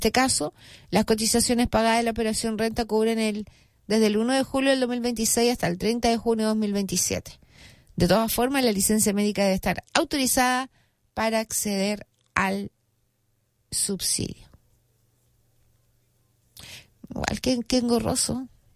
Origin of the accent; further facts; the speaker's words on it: Chile; Los chilenos somos re buenos para cambiar la letra a las canciones así.